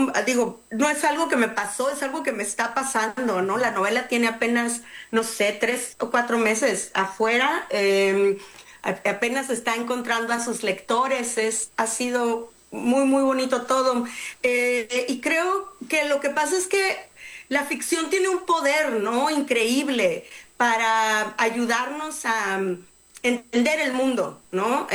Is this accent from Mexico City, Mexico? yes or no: no; Mexicali, Baja California, Mexico; el barrio en el que yo crecí, ¿no? Que es una colonia popular acá en Mexicali.